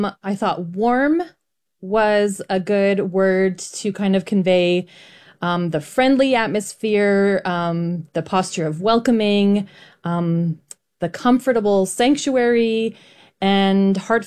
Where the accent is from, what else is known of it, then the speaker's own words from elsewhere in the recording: Altona, Manitoba, Canada; I grew up in Altona, and I've spent a lot of time living there